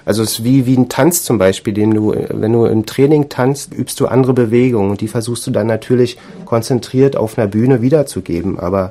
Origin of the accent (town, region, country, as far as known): Berlin, Germany; now in Dresden, Germany